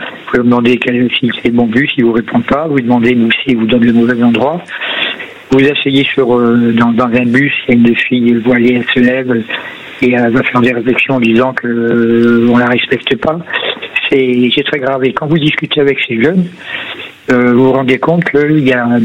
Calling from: France; simplement parce que je suis Français

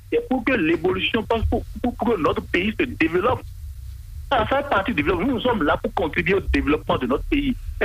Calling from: Benin; Je vous appelle depuis Tidjilossi à Kogbato.

